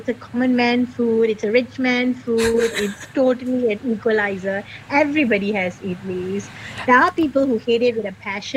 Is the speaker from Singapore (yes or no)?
yes; Singapore; born and bred in Singapore